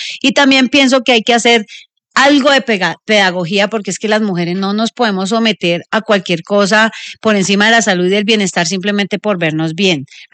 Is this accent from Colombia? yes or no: yes; Cali, Valle del Cauca, Colombia; Como buena caleña. Que vean el valle